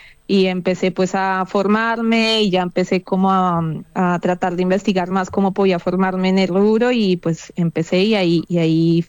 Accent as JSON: {"language": "Spanish", "country": "Colombia", "said": "yo soy de Colombia, en Colombia también hubo, digamos que un boom"}